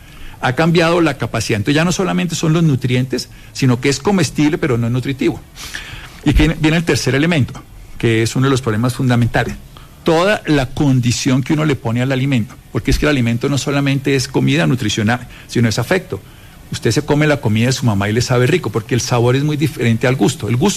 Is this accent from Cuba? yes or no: no; Armero, Tolima, Colombia; yo soy de Armero, y esto sí que fue importante, la reconstrucción del pueblo